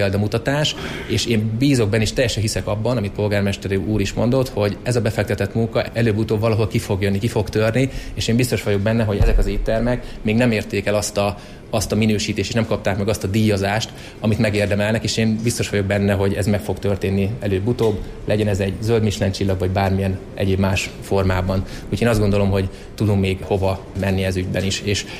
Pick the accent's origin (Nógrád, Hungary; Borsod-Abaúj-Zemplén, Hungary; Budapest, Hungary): Borsod-Abaúj-Zemplén, Hungary; Miskolc; Szóval én azt gondolom, mi is nagyon szeretjük Miskolciként a Lilafüredi kisvasutat